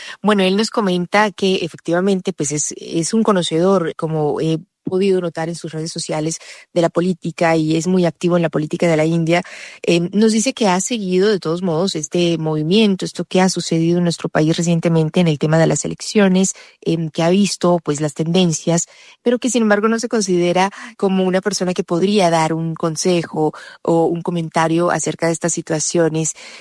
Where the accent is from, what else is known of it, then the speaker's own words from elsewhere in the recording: Colombia; que sigamos más bien un camino muy propio, muy atado a lo nuestro pensamiento como colombianos y como Colombia.